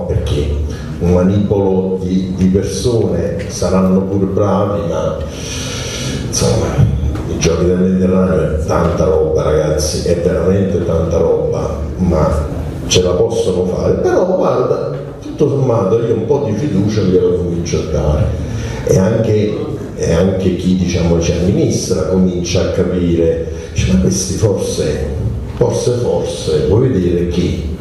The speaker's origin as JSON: {"language": "Italian", "region": "Trentino-Alto Adige", "country": "Italy", "moved": "yes", "said": "io non sono di Taranto, io vengo dal Trentino Alto Adige, come si comprende dal mio accento, e da lì sono sceso in Italia"}